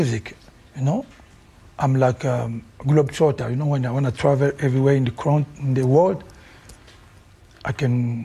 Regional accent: Kinshasa, DR Congo; English is a second language; moved away as an adult; now in Paris, France; I grew up in Kinshasa, mm-hmm. and I go to the Paris when I was, used to be a little bit, you know, like 20

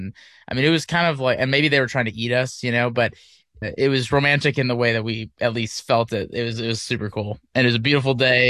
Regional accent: Wisconsin, United States; born or raised there

